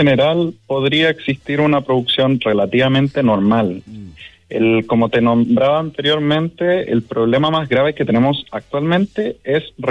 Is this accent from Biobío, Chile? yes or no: no; Vallenar, Atacama, Chile; born there; de toda mi vida que estaba ahí en Vallenar